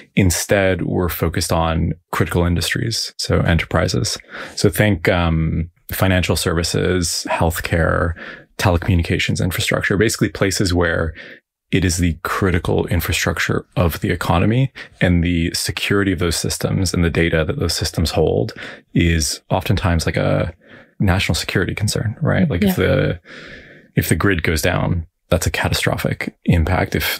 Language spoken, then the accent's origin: English; Toronto, Ontario, Canada; born there